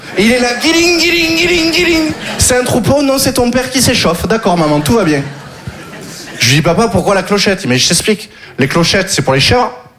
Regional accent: Occitanie, France; Je viens du Sud, j'ai grandi dans le Gard.

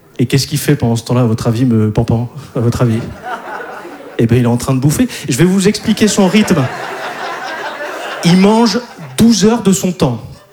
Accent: Hauts-de-France, France; mais moi je viens du Nord. Et il faut savoir qu'en France, on regarde à peu près 3 heures la télévision. Nous, dans le Nord, on en regarde à peu près 6.

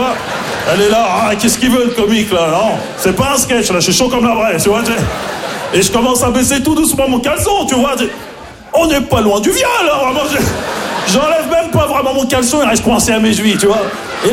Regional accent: Maisons-Alfort, Île-de-France, France; parce que j'ai grandi à Maisons-Alfort, en plus, tu vois, dans le 9-4, tu vois, j'ai grandi...

